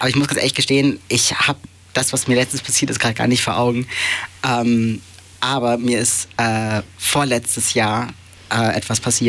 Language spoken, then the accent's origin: German; Hamburg, Germany; Ich komme ja eigentlich aus der Ecke Harburg.